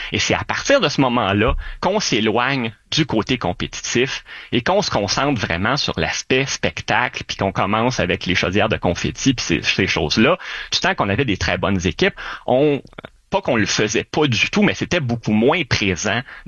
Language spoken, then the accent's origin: French; Quebec, Canada; Chez nous, au Québec, on n'a pas de Savannah Bananas, on n'a pas de Harlem Globetrotters, mais il y a une chose qu'on